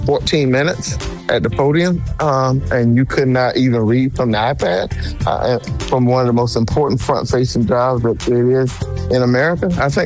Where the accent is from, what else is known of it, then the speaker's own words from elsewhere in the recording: South Carolina, United States; my home state of South Carolina